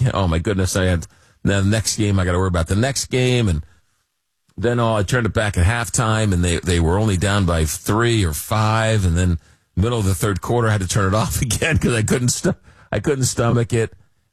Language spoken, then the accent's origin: English; New York, United States; I was growing up in Long Island, taking the Long Island Railroad into Penn Station.